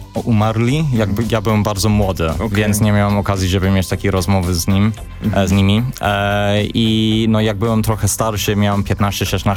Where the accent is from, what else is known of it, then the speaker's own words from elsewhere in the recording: London, United Kingdom; Polish is a second language; moved away as an adult; now in Poland; bo jak byłem młodszy, tylko myślałem, że jestem Londyńczykiem, koniec. I przeprowadziłem się do Polski